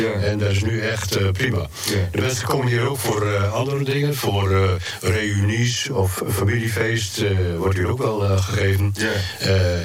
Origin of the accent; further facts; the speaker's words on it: Friesland, Netherlands; Ja, maar ik ben Fries, hè, dus dat is heel moeilijk.